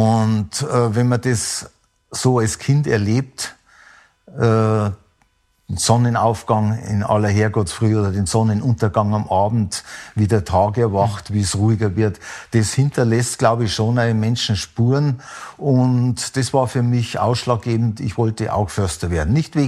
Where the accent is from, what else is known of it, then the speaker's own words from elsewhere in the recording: Bavaria, Germany; Ich bin gebürtiger Oberbayer, bin geboren in einer Ortschaft, die es heute gar nicht mehr gibt, auch so eine Besonderheit, nämlich in Fall.